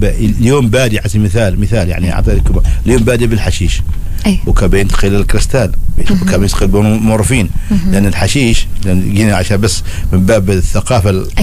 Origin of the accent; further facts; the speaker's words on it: Oman; طبعا عندنا في سلطنة عمان عن طريق الفحص